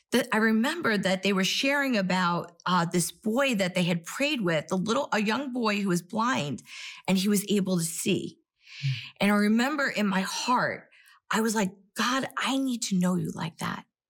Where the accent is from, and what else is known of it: New York, United States